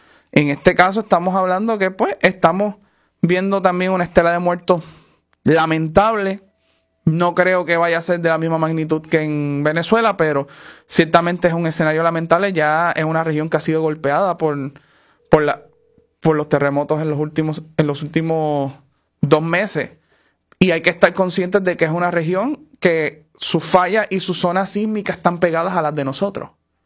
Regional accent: Puerto Rico; Ya Colombia nos abrió la puerta a nosotros como puertorriqueños

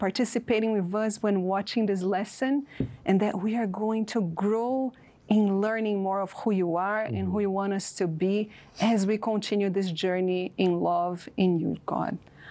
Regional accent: São Paulo, Brazil; English is a second language; moved away as an adult; also born or lived in Uganda / Italy; I grew up in Brazil, in São Paulo. It's a very big city, very cosmopolitan, people from all over the world.

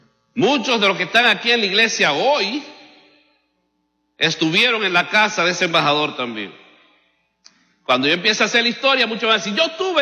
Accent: Cuba

